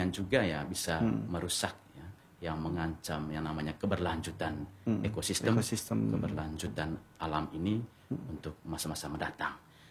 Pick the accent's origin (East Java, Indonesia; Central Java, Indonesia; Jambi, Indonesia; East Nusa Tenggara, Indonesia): East Nusa Tenggara, Indonesia; Manggarai; kita orang Manggarai melihat alam itu sebagai ya ibu